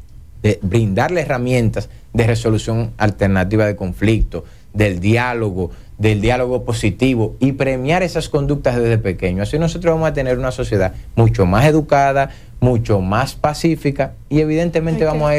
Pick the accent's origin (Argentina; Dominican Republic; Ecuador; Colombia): Dominican Republic; somos todos dominicanos.